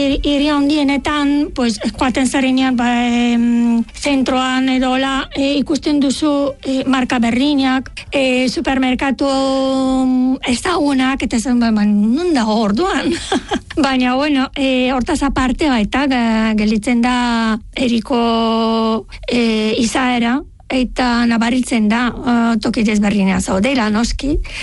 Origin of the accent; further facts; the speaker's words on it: Stara Zagora, Stara Zagora Province, Bulgaria; moved away as an adult; now in Basque Country, Spain; Bulgariakoa naiz, nire iria... Justo Bulgarian erdian kokatuta dago, Staraz Zagora deitzen da, da bosgarren handiena, eta han bizi nintzen hogeita hamabost urte, ona etorri baino lehen